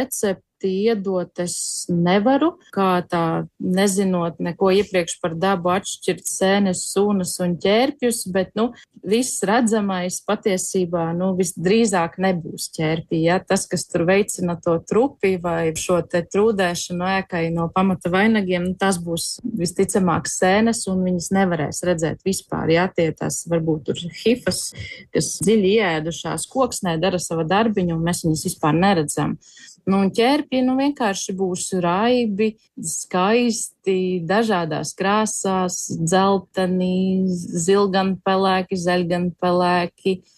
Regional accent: Latgale, Latvia; Piemēram, es esmu no Latgales, un man tuvākā šāda vieta būtu šāds te mežs

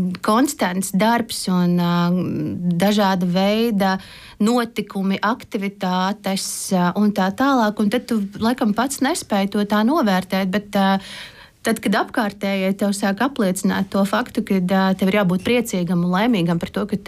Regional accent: Courland, Latvia; tas tieši mazie un lepnie mani izvēle ir vairāk arī saistīta ar to, ka esmu kurzemniece.

